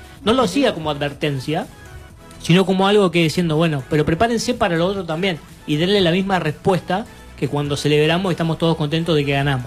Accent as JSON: {"language": "Spanish", "country": "Argentina"}